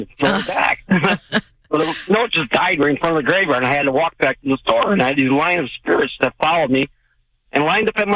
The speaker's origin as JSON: {"language": "English", "region": "New York", "country": "United States", "lives_now": "Maui, United States", "said": "I'm from upstate New York, and I had a small auto parts business."}